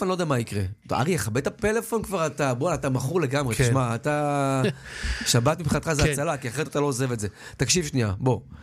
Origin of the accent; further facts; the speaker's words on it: Givatayim, Tel Aviv District, Israel; born there; אני עוד כילד, אני זוכר בבית הכנסת בגבעתיים